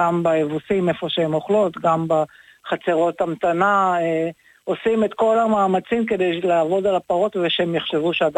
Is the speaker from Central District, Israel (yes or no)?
no; Tze'elim, Southern District, Israel; נכון שהקיבוץ צאלים אינו נמצא בעוטף, הוא 13 קילומטר מרצועת עזה, אבל אני שגדלתי פה